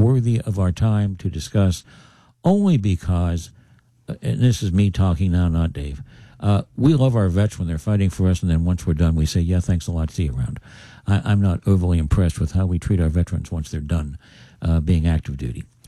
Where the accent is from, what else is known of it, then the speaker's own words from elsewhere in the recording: Uniontown, Pennsylvania, United States; I grew up in Uniontown.